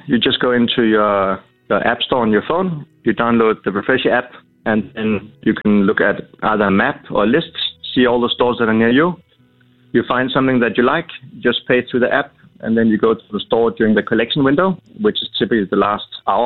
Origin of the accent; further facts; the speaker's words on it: Denmark; now in South Africa; Denmark, but I lived here the last 6 years, and we think it's a great place to be in South Africa.